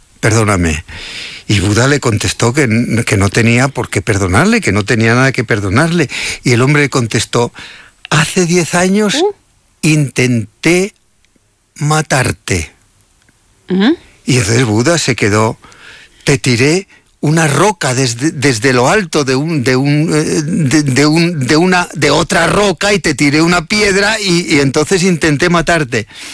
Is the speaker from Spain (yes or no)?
yes; Cervera de Pisuerga, Castile and León, Spain; born there; moved away; el verano lo he pasado muy bien allá en mi pueblo